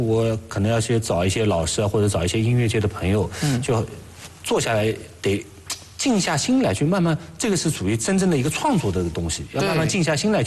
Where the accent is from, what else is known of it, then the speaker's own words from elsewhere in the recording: Hangzhou, Zhejiang, China; 我的一个先天优势就是我是杭州人， 那杭州人他这个武林调，他就是得说杭州话。